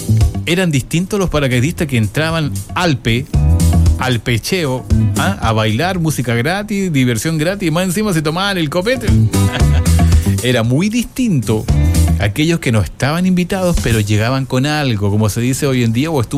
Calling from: Calama, Antofagasta, Chile; de Calama.

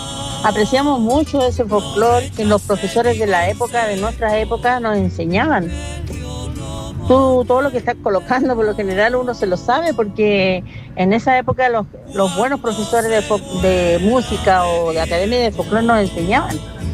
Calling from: Calama, Antofagasta, Chile; de Calama.

